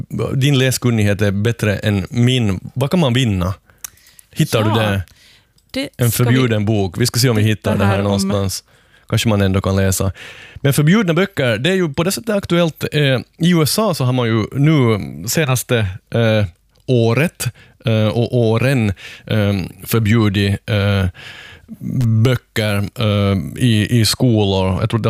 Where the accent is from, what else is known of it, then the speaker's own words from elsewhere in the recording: Karis, Uusimaa, Finland; det var förbjuden också, där jag växte upp i Karis